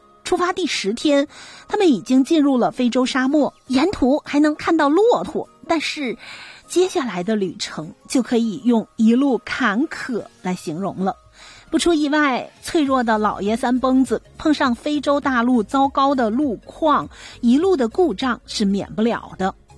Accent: northern China, China; 这其实是我们北方的一个土话，那就是三轮摩托车

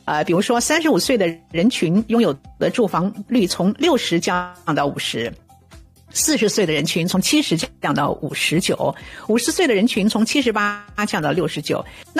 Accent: Canada; 对我们加拿大人来讲呢

